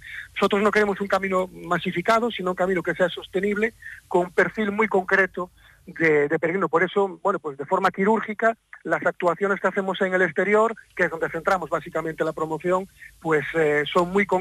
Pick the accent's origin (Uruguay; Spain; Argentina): Spain; Pontedeume, Galicia; yo suelo ser muy ecuánime con lo de mi pueblo y me reafirmo, ¿no?, que es uno de los entornos más bonitos de Galicia. Pontedeume es un municipio